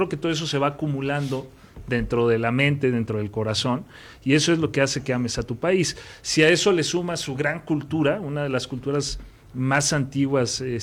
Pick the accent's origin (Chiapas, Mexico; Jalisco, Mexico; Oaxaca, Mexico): Jalisco, Mexico; Yo soy de Jalisco. Bueno, yo soy de Jalisco.